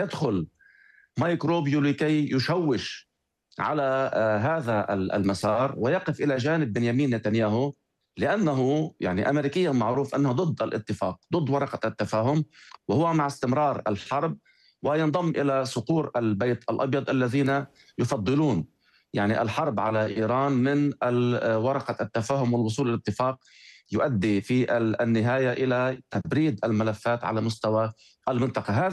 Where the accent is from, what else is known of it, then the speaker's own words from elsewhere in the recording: Lebanon; now in Beirut, Lebanon; نخشى نحن كلبنانيين